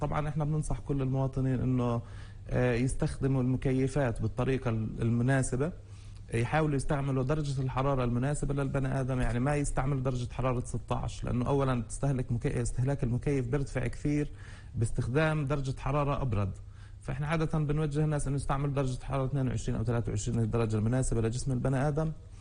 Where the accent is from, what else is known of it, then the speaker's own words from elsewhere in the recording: West Bank, Palestine; عندنا في الضفة